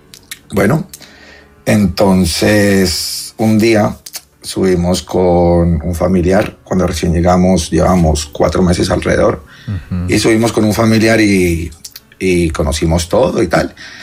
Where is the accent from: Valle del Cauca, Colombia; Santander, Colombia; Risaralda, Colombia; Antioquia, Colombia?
Risaralda, Colombia; Pereira; now in Spain; yo soy de Pereira y, ajá, llevo aquí 25 años.